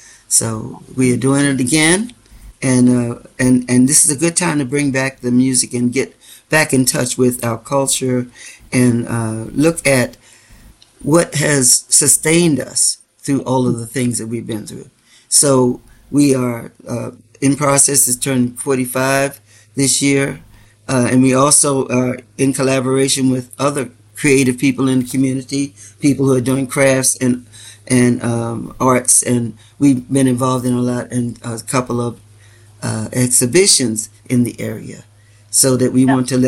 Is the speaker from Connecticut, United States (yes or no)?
no; Washington, District of Columbia, United States; I was definitely a D.C. born girl.